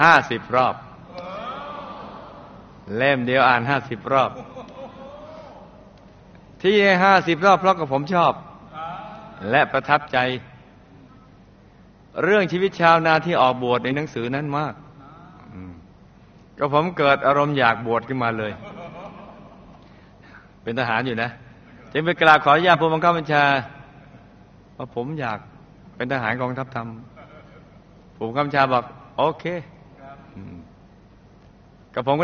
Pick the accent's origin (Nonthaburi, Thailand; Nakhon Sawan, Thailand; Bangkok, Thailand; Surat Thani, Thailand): Bangkok, Thailand; born there; ผมเกิดที่กรุงเทพโยมแม่รายฟังว่าตอนคลอดคลอดที่หน้ากรมการทหารมาสนามเป้า